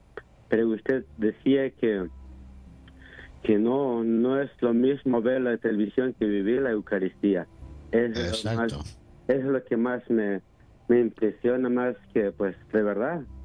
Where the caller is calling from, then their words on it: Guatemala; yo soy de Guatemala, mi esposa es salvadoreña.